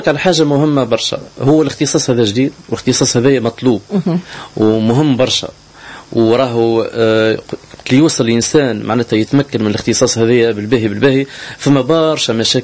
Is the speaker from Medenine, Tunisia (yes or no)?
yes; Medenine, Tunisia; انا جاي من ولايه مدنين صحيح، ولكن انا ولد تونس ونحب ننفع بلادي بالخبره اللي عندي.